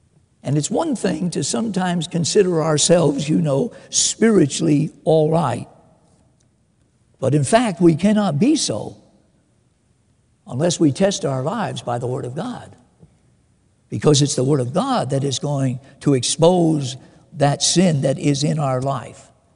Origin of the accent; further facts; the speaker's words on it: Miami, Florida, United States; moved away as an adult; When I first went to Minnesota, I didn't want to go. I was from Miami, Florida. My dream was that I would complete my training and I would move back to Miami.